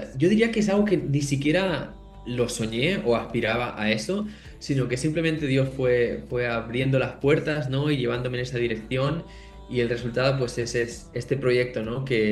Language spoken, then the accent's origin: Spanish; Catalonia, Spain; moved away as an adult; also born or lived in Australia; yo crecí en un pueblo de la provincia de Lérida, ahí en Cataluña, en España, y en mi adolescencia conocí al Señor ahí.